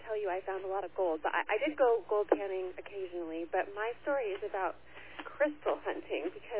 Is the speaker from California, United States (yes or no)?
yes; California, United States; I also grew up in Gold Country, in the western foothills of the Sierra.